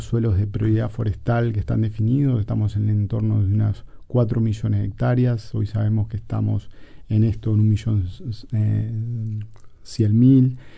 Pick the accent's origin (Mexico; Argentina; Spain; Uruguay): Uruguay